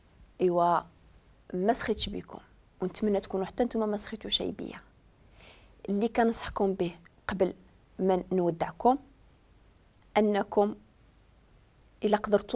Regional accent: Morocco; وزمان الا تعقلوا ان في العائلات ديال عندنا في المغرب كتكون لا بدا شي مراه كنعيطوا ليها حبيبتي

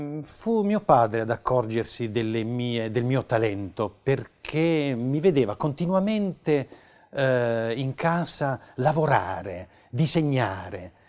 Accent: Bari, Apulia, Italy; born there; Io sono nato nel 1948 a Bari, in un seminterrato, una famiglia molto povera

